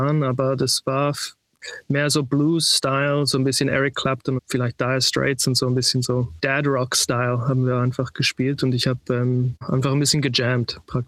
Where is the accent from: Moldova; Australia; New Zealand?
Australia; Sydney, New South Wales; now in Berlin, Germany; Ich bin in Sydney aufgewachsen. Meine Mutter kommt aus dem Libanon und mein Vater aus der Schweiz, also aus der Zentralschweiz. Deshalb kann ich Deutsch sprechen.